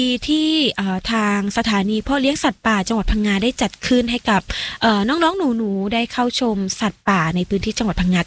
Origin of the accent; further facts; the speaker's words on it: Southern Thailand, Thailand; ก็ถือเป็นความภาคภูมิใจที่เราพี่น้องชาวคนใต้นะคะ